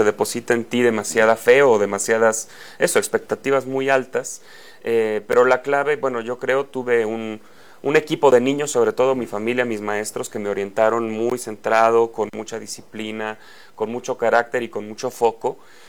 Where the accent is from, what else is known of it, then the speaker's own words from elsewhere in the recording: Guanajuato, Mexico; born there; Familia de ingenieros, uh-huh, guanajuatenses, nací en Guanajuato.